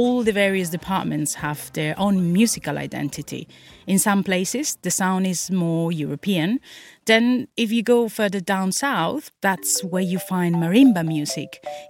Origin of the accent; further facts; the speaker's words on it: Timbiquí, Cauca, Colombia; Growing up in Timbiquí was magic. I was surrounded by a big community, like a big family. You could breathe music from every corner.